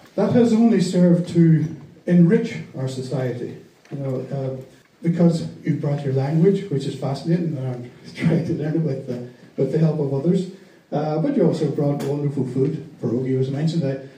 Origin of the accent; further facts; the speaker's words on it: Ireland; being Irish